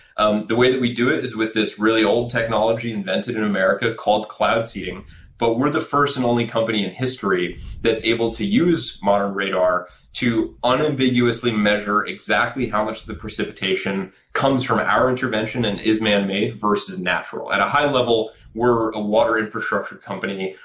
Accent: Connecticut, United States; I'm from Connecticut originally, right? We've got plenty of water there. When I moved out west

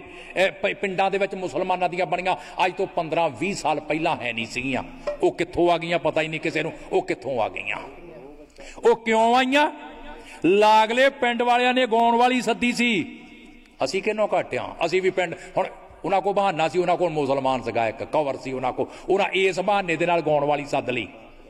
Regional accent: Punjab, India; ਮੇਰਾ ਕਪੂਰਥਲੇ ਦੇ ਲਾਗੇ ਪਿੰਡ ਹੈ, ਮੇਰਾ ਜ਼ਿਲ੍ਹਾ ਕਪੂਰਥਲਾ ਹੈ।

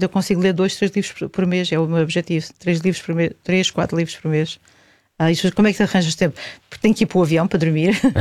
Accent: Portugal; moved away as an adult; now in New York, United States; em 1980 eu dizia às pessoas que era de Portugal

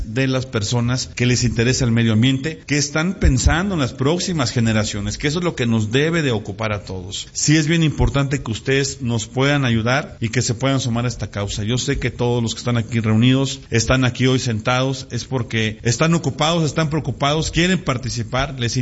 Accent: Puebla, Mexico; yo soy del estado de Puebla, aquí no muy lejos. Es un estado que tiene 7 millones de habitantes.

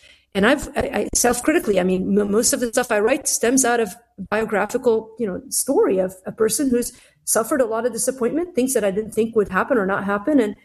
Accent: Lebanon; now in United States; Like, I'm Lebanese. I grew up in Lebanon.

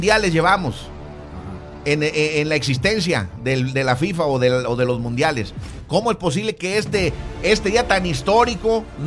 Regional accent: Mexico; Somos carrilla los mexicanos

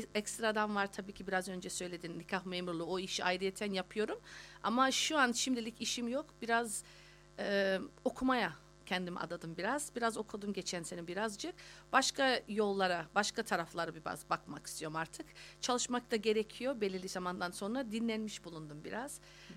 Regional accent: Sydney, New South Wales, Australia; also born or lived in Amsterdam, Netherlands; Hadi gene biz burada doğup büyüdük, buranın kültürü bayağı var içerimizde.

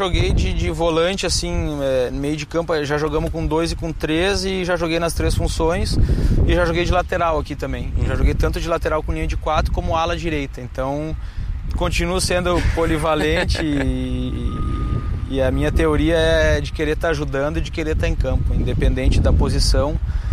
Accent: Rio Grande do Sul, Brazil; até porque eu sou de lá, né? Eu sou gaúcho, sim, então as minhas raízes, a minha família tá toda lá

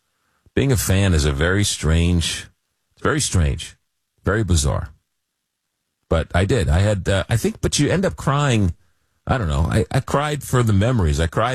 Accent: New York, United States; I was growing up in Long Island, taking the Long Island Railroad into Penn Station.

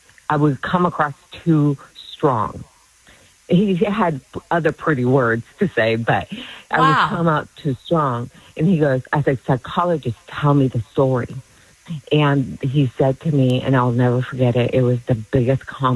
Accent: Alaska, United States; Yes, I grew up in Alaska.

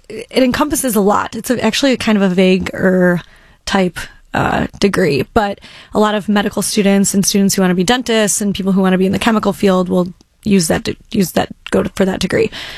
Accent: Shelby, Michigan, United States; I grew up in Shelby.

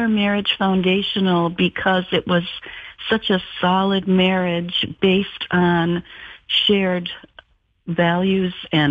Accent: Jamestown, New York, United States; moved away; I was in my hometown of Jamestown, New York, to look after my mother for a while.

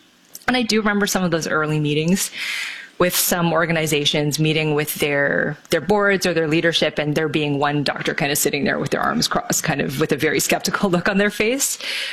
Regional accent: Toronto, Ontario, Canada; moved away as an adult; also born or lived in northern British Columbia; I grew up in the suburbs of Toronto

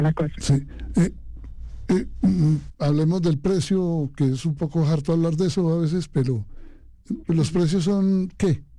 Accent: Bogotá, Colombia; Yo soy bogotano, como te dije, pero yo no vivo en Bogotá hace 5 años. Estoy por otros lados del país.

